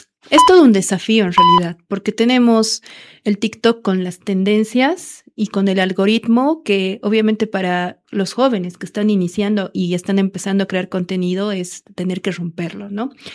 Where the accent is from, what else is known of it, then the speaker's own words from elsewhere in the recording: Potosí, Bolivia; Yo personalmente soy potosina